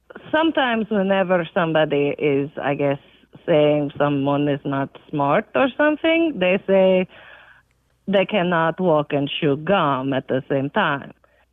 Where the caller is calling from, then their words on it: Huntsville, Alabama, United States; I am calling from Huntsville, Alabama.